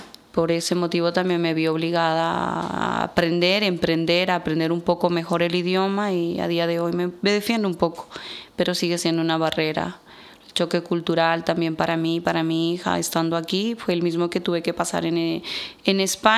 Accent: Ecuador; now in Spain; Mi ciudad natal es Ecuador y yo llevo mucho tiempo de fuera de Ecuador.

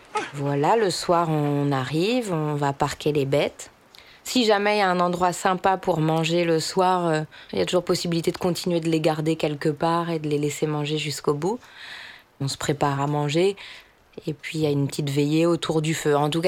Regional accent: Brittany, France; born there; now in Marseille, France; je vais avoir bientôt 36 ans. Je suis née en Bretagne, dans les Côtes d'Armor. Je vis actuellement à Marseille.

